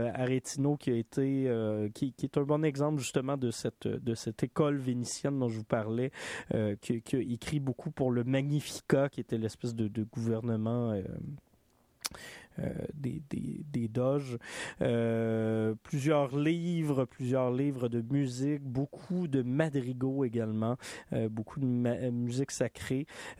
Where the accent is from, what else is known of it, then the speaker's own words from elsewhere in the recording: Quebec, Canada; plus près de chez nous au Québec